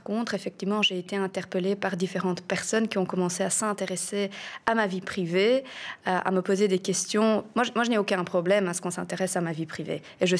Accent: Moldova; la corruption s'est très bien implémentée en Moldavie. Et mes parents ont décidé de quitter mon pays d'origine à cause de ça.

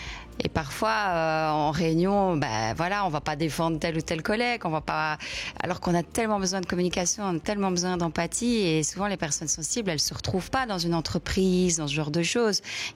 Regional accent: Wallonia, Belgium; Moi, je viens du Hainaut, donc beaucoup d'accents, beaucoup d'archétypes.

